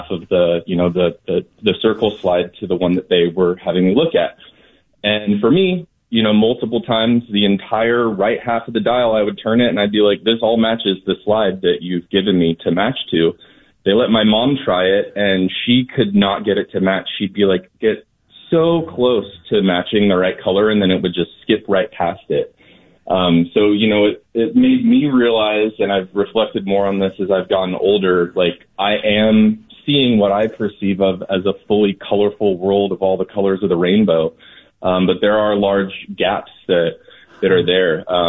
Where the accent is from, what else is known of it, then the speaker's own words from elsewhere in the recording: Sacramento, California, United States; Anyway, I grew up in Sacramento, and my mother worked at UC Davis Hospital